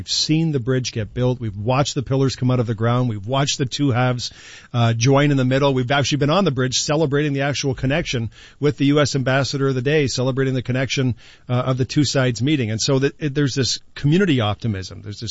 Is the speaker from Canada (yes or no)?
yes; Canada; I'm Canadian first.